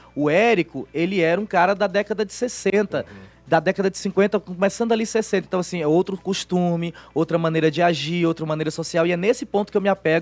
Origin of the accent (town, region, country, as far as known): Northeast Brazil, Brazil